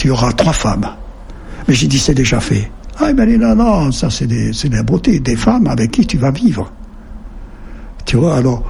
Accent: Melk, Lower Austria, Austria; Et ce prêtre, à un moment donné, si tu veux, a tout fait pour rester chez nous à Melk.

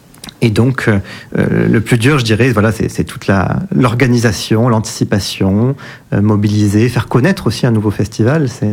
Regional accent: Périgueux, Nouvelle-Aquitaine, France; je suis de Périgueux.

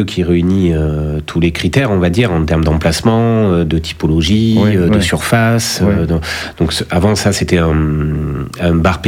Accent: Miramont-de-Guyenne, Nouvelle-Aquitaine, France; moved away as an adult; now in Périgueux, France; Je suis originaire de Miramont de Guyenne, dans le Lot-et-Garonne, entre Bergerac et Marmande, une bonne heure de Périgueux. Ouais. Ça fait 25 ans que je vis à Périgueux. Et donc du coup, je suis originaire donc de cette ville de 3000 habitants

